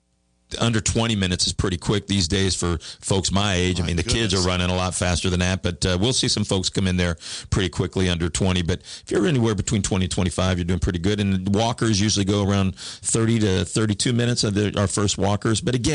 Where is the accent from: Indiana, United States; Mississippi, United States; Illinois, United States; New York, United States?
Indiana, United States; Bloomington; I'm from Bloomington.